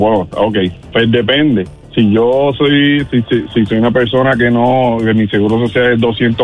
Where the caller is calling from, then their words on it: Missouri, United States; literalmente yo vivo en Missouri.